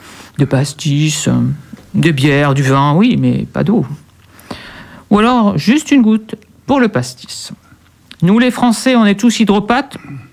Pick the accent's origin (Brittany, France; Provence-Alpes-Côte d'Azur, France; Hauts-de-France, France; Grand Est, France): Hauts-de-France, France; Enfin, je suis ch'ti, attention.